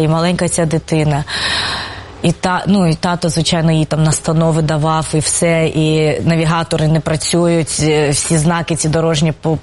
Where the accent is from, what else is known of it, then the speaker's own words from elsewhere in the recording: Cherkasy, Cherkasy Oblast, Ukraine; Так, це моє рідне місто.